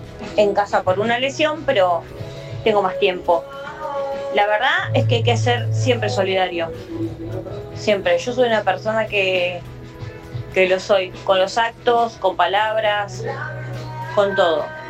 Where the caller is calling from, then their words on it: San Antonio de Padua, Buenos Aires Province, Argentina; de Padua.